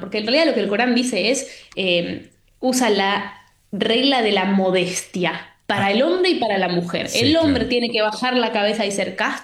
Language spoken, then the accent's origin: Spanish; Argentina; moved away as an adult; also born or lived in Buenos Aires / San Marcos Sierra; now in Europe; Yo creciendo en Argentina, no sé cómo será la situación hoy porque hace 3 años que no voy